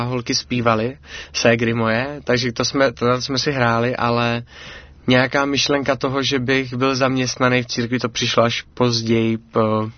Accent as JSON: {"language": "Czech", "town": "Svitávka", "region": "South Moravian Region", "country": "Czechia", "tie": "born or raised there", "also_born_or_lived": "Kuřim", "lives_now": "Brno, Czechia", "said": "jsem vyrůstal tady v Kuřimi, nedaleko od Brna, tam jsme byli ale jenom chviličku a když mě bylo kolem 5, tak jsme se vlastně přestěhovali do Svitávky, což je malá vesnička Městys, která je kousek od Letovic, kam jsme právě potom s našima, když jsme se přestěhovali, začali chodit do církve."}